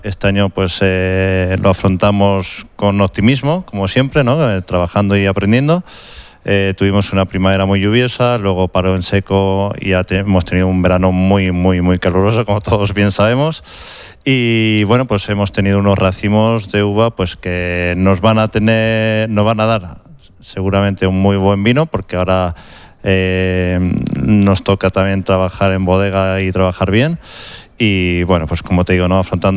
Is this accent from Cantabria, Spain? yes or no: no; Albacete, Castilla-La Mancha, Spain